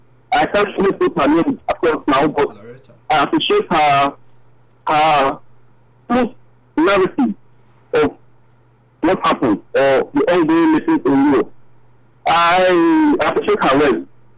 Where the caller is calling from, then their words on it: Benin City, Edo, Nigeria; I'm calling from Benin. … calling from Benin.